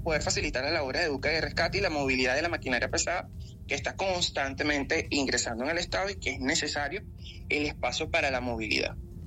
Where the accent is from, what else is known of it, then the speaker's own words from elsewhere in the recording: Venezuela; esa hermandad que nos caracteriza como venezolanos, y que dentro de todo las personas siguen bajando, siguen colaborando y siguen prestando esa mano amiga o ese apoyo que nos caracteriza como venezolanos.